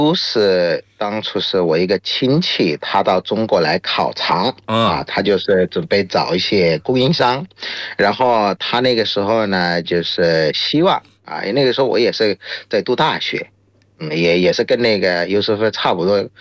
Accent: Bangladesh; Chinese is a second language; 大家好，

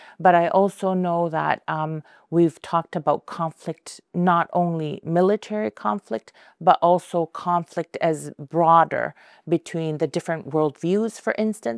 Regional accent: Canada; So I'm an Inuk from the Arctic, from the Canadian Arctic, and we had the opening this year

